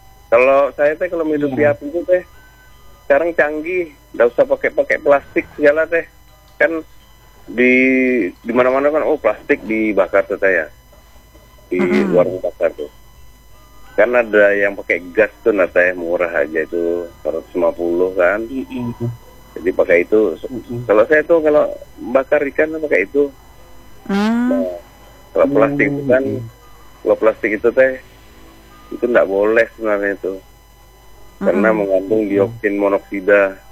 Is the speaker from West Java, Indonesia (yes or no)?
yes; West Java, Indonesia; Kita Sunda teh lupa teh, iis enak tuh apa ya?